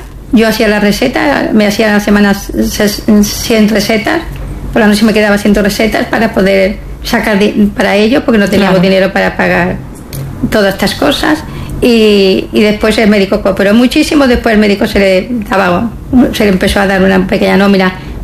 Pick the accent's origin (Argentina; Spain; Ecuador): Spain; Melilla; Llevo 3 años y sí, yo soy de Melilla. Y vengo cada año porque la familia está aquí, tengo las raíces aquí.